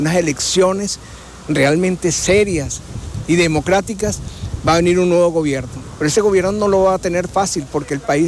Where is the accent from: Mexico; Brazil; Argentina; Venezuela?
Venezuela; Y nosotros como venezolanos, fuera del país, fuera de Venezuela, nos sentimos obligados a ayudar a que se levante el país.